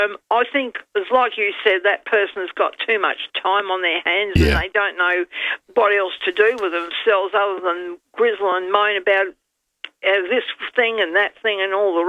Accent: Adelaide, South Australia, Australia; Having lived here all my life, and I was born here in Adelaide

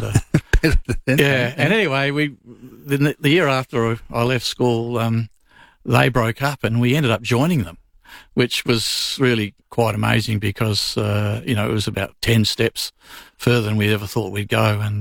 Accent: Millswood, South Australia, Australia; I originally grew up in at Erbray, and then we moved to Millswood later on.

